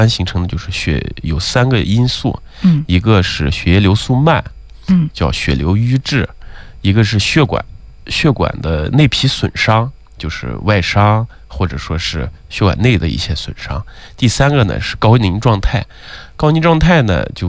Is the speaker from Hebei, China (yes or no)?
no; Xinjiang, China; 特别是我们新疆人，比较胖，胖的人比较多。